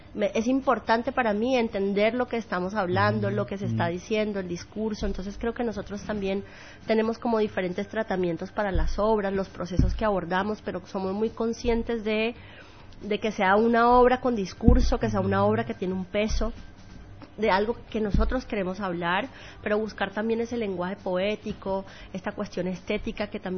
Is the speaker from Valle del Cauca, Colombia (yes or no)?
yes; Cali, Valle del Cauca, Colombia; moved away as an adult; now in Santa Cruz, Bolivia; yo soy de Cali, Colombia, vivo hace varios años acá en Santa Cruz